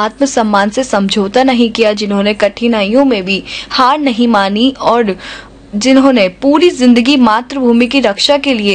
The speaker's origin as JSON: {"language": "Hindi", "region": "Rajasthan", "country": "India", "said": "हम जब राजस्थान से बाहर जाते किसी अदर स्टेट में, लोग पूछते कि आप कहाँ से हो, तो बोलते ना राजस्थानी"}